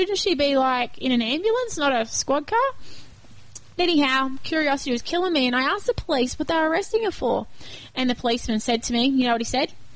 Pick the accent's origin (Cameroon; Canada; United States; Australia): Australia; Fern Valley; moved away; I was in Fern Valley the other day, my hometown